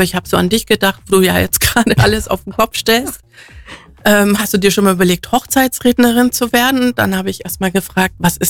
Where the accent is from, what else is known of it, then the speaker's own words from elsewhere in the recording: Dietmannsried, Bavaria, Germany; also born or lived in Kempten; Ich bin eine Allgäuerin, ja. Bin in Kempten geboren und bin in Dietmannsried aufgewachsen und lebe heute auch in Dietmannsried.